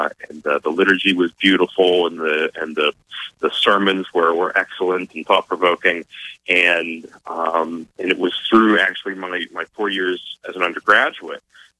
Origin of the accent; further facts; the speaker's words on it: Pittsburgh, Pennsylvania, United States; since then have come back to my hometown of Pittsburgh and got married shortly thereafter